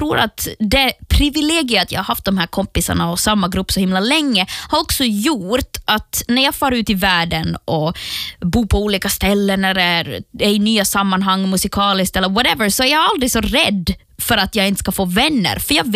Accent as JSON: {"language": "Swedish", "region": "Ostrobothnia", "country": "Finland", "moved": "yes", "lives_now": "Stockholm, Sweden", "said": "Vi är alla från Österbotten, men nu är vi ju lite utspridda i världen."}